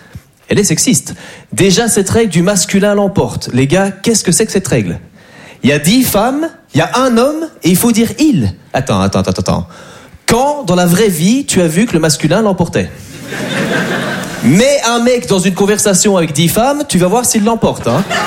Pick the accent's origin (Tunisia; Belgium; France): Belgium; Moi j'adore les Français, même si je suis belge